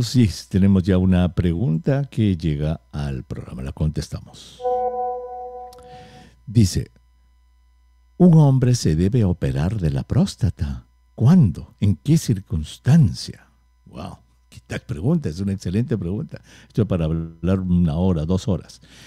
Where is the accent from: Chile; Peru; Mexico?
Peru; Somos peruanos.